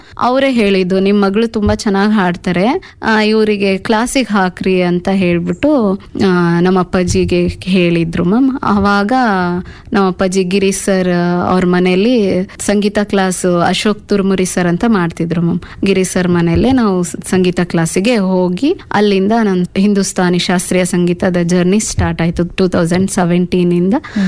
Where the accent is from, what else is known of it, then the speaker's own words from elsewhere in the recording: Kune Madi Halli, Karnataka, India; ನಮ್ದು ಕುಣೆ ಮಾದಿ ಹಳ್ಳಿ ಅಂತ, ಕೊಟ್ಟೂರ್ ಹತ್ರ ಹರಪನಹಳ್ಳಿ ತಾಲೂಕು, ವಿಜಯನಗರ ಡಿಸ್ಟಿಕ್ ನಮ್ದು. ಅಲ್ಲಿ ನಮ್ದು ಒಂದು ಚಿಕ್ಕ ಗ್ರಾಮ, ಆದ್ರೂ ನಮ್ ಬಾಲ್ಯದ ದಿನಗಳು ತುಂಬಾ ಚೆನ್ನಾಗಿತ್ತು.